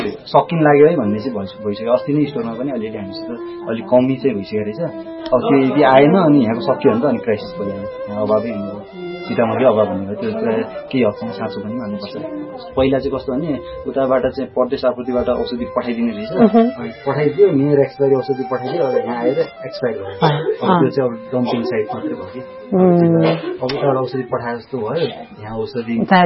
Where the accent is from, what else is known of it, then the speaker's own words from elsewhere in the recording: Jumla, Karnali Province, Nepal; moved away as an adult; now in Humla, Nepal; मेरो घर चाहिँ जुम्ला हो।